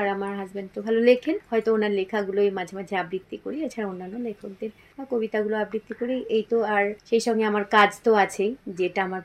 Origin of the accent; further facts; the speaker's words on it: Cooch Behar, West Bengal, India; তারপর স্কুলে বড় হলাম, ওখানেও সবারই খুব কাছে ছিলাম, ভীষণ আদর যত্নে বড় হয়েছি, এনএলএস স্কুল ফর দা ব্লাইন্ড কুচবিহারে।